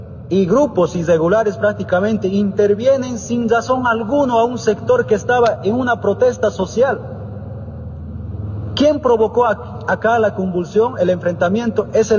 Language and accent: Spanish; Bolivia; como bolivianos y bolivianas